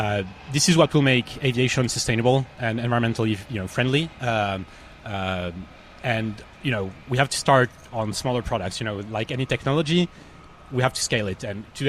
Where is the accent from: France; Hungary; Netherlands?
France; English is a second language; now in United States; And I'm originally from France, and, you know, it's really amazing to be here.